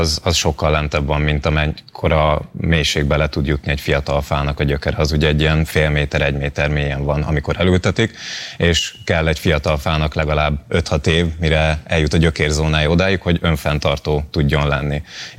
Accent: Great Hungarian Plain, Hungary; őstermelő családból származom, úgyhogy pár tízezer fánk volt, és az Alföldről származom

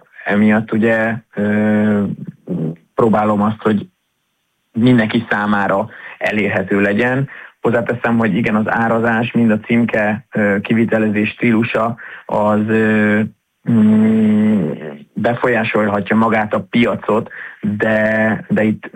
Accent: Szekszárd, Tolna, Hungary; Mindannyian szekszárdiak vagyunk.

